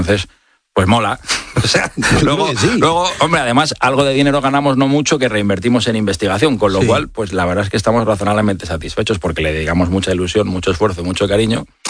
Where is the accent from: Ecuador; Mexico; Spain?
Spain; los españoles, sabes que somos muy cainitas